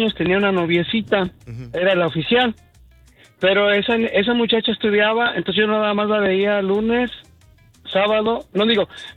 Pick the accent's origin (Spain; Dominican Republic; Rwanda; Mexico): Mexico; Mexico City; pues yo crecí, soy de la Ciudad de México, o sea, hay muchos barrios, nos íbamos con los cuates así como a las quinceañeras